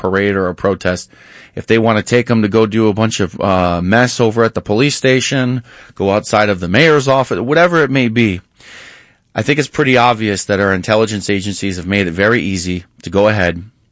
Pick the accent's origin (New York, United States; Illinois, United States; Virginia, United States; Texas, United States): New York, United States; And it was great because, you see, I grew up in New York.